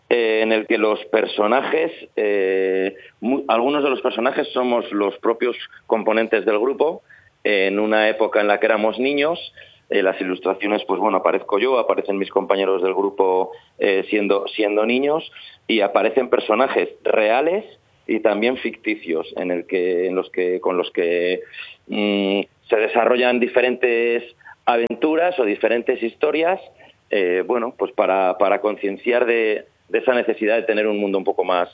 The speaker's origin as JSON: {"language": "Spanish", "town": "Valladolid", "region": "Castile and León", "country": "Spain"}